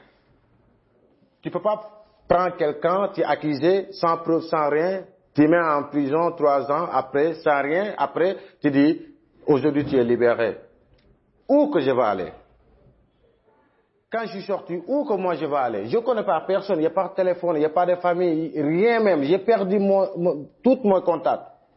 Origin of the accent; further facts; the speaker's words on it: Senegal; moi je suis sénégalais.